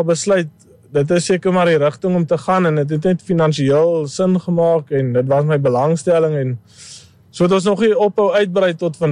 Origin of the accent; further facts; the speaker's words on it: Eastern Cape, South Africa; ons kom oorspronkelijk uit die Ooskaap uit, so naby van Stadens rivier het my pa was 'n seibokkar makelaar, en daar het hy gemelk ook, so ek het op 'n melkplaas groot geraak.